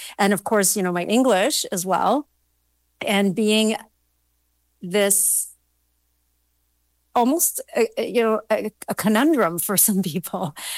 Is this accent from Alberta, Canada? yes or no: yes; Calgary, Alberta, Canada; As you said, I was born and raised in Calgary in the mid 70s and 80s. So back then it was a very different city.